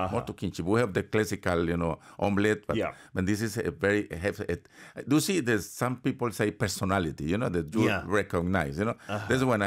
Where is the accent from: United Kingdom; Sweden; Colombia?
Colombia; English is a second language; even the people that only ask, where are you from, country, I remember, Colombia, and they immediately start to talk about this.